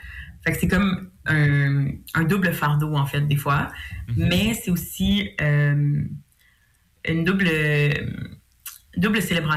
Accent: Quebec City, Quebec, Canada; moi je suis de Québec

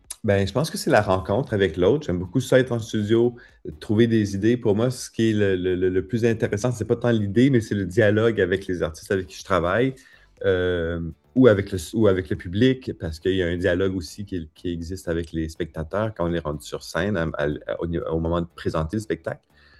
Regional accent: Saskatchewan, Canada; moved away; Puis moi, j'ai grandi dans Saskatchewan, dans une province où il n'y avait pas vraiment un milieu, il n'y a pas vraiment de danseurs professionnels.

